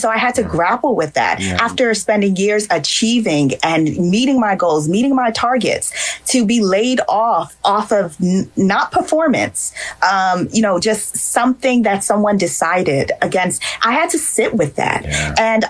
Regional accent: Nigeria; And I'm also a Nigerian, so I have to shout out, because yesterday was Nigerian Independence Day.

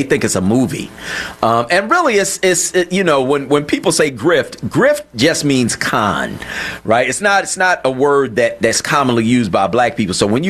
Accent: Philadelphia, Pennsylvania, United States; I live here. I vote here. And it's an insult to me personally as a Philadelphian, as a Pennsylvanian

